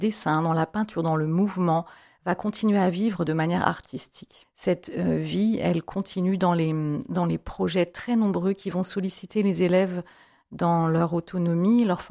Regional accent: Grand Est, France; moved away; also born or lived in United States; je suis issue de la Champagne et d'une famille de vignerons.

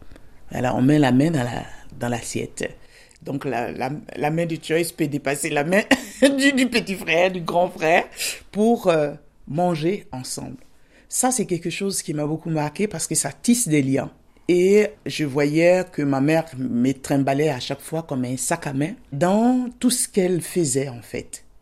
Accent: Tiassalé, Lagunes, Côte d’Ivoire; On a Thiès-Salé, qui est ma ville natale d'ailleurs, et après mon village, qui est Emakonogaro. Et il n'est pas perdu parce qu'il fait plus de 10 000 habitants aujourd'hui.

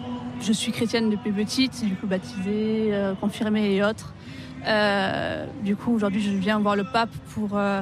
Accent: Pau, Nouvelle-Aquitaine, France; Et vu que j'habite à côté, donc je suis originaire de Pau, ben, donc c'était l'occasion de venir.

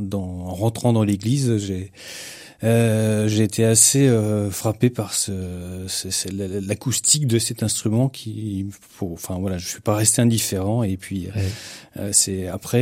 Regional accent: Baugé-en-Anjou, Pays de la Loire, France; Maintenant, on dit Beaugeois puisque Cheviré est une commune déléguée de Beaugé en Anjou. Donc, je suis un Beaugeois pur souche.

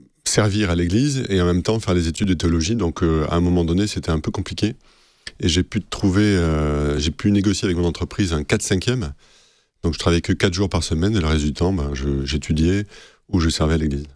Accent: Cannes, Provence-Alpes-Côte d'Azur, France; moved away as an adult; also born or lived in Czechoslovakia; now in Nice, France; J'ai grandi dans une famille chrétienne de la région. Je suis né à Cannes.

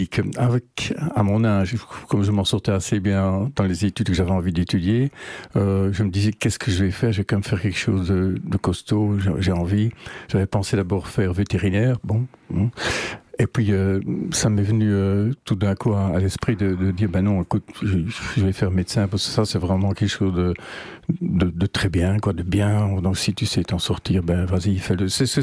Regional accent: Hasselt, Flanders, Belgium; also born or lived in Landen / Brussels; mon papa étant militaire, donc j'ai grandi à Hasselt, Landen, Bruxelles

